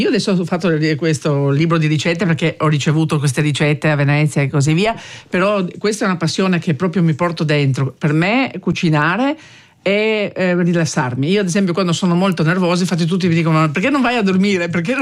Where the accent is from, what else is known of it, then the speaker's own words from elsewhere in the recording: Koper, Slovenia; also born or lived in Piran; io dicevo sì, sono di Capodistria